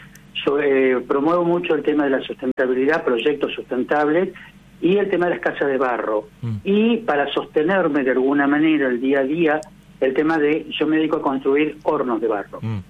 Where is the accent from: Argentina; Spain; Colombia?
Argentina; General Roca, Río Negro; Yo vengo de la provincia de Río Negro, he tratado con absolutamente todos los colores políticos porque yo llevé adelante un proyecto de ordenanza en la ciudad de General Roca, de donde soy oriundo